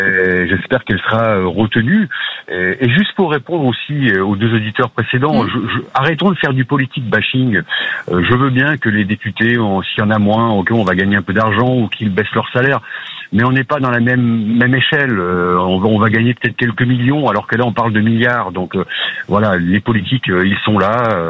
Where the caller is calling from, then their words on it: Strasbourg, Grand Est, France; J'appelle de Strasbourg, dans le Bas-Rhin